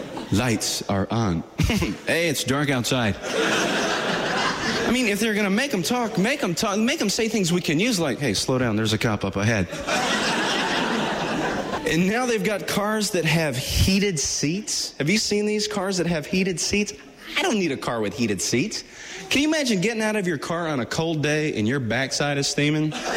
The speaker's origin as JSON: {"language": "English", "town": "Nashville", "region": "Tennessee", "country": "United States"}